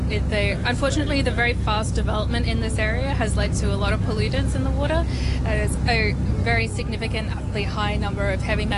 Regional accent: Moreton Bay, Queensland, Australia; moved away as an adult; now in Hong Kong; I grew up on Moreton Bay, surrounded by dolphins.

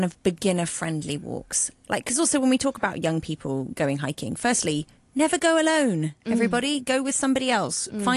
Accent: Hong Kong; I grew up in Hong Kong as well. I had so much fun here as a teenager for that exact reason.

